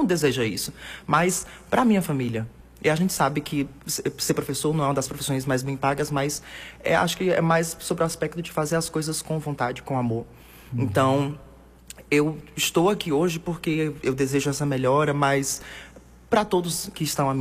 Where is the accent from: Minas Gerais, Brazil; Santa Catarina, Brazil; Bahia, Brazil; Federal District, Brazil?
Bahia, Brazil; Bom Jesus da Lapa; moved away as an adult; now in Caetité, Brazil; eu sou natural de Bom Jesus da Lapa, sou da periferia da cidade